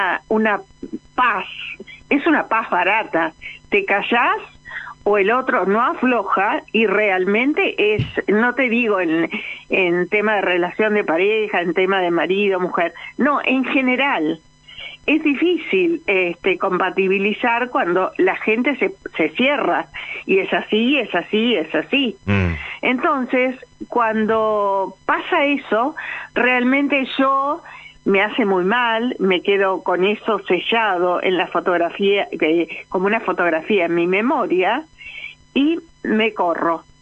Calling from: Acassuso, Buenos Aires Province, Argentina; de Agassuso.

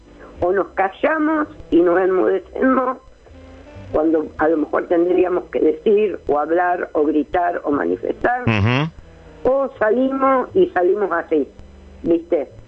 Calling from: Luján, Buenos Aires Province, Argentina; una carnicería muy grande que hay acá en Luján

